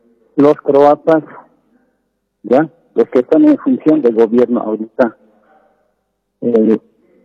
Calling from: La Paz, Bolivia

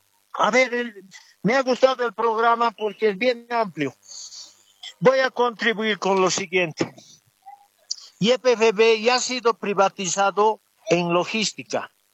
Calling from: El Alto, La Paz, Bolivia; aquí desde el municipio del Alto, departamento de La Paz.

